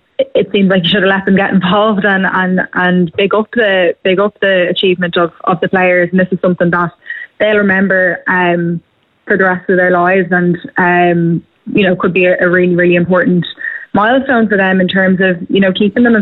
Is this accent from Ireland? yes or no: yes; Kildare, Ireland; I'm actually from Kildare myself and was down in the club that would be local to me